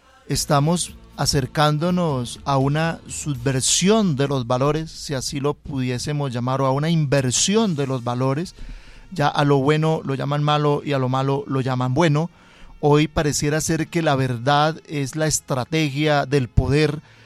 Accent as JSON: {"language": "Spanish", "region": "Santander", "country": "Colombia", "said": "la berraquera, como decimos en mi tierra santandereana, ¿cierto?"}